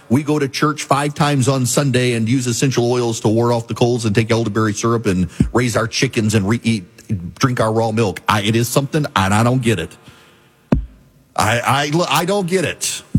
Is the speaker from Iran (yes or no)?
no; Dubai, United Arab Emirates; when I was a kid in the Middle East because I grew up in Dubai